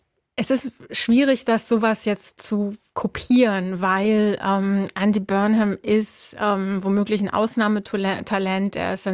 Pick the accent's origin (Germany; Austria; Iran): Germany; Das ist ja gerade so als Deutsche, war das sehr angenehm, so zu sehen.